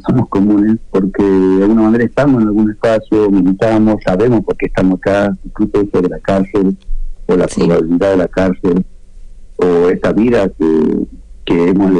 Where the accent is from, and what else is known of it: Jujuy, Argentina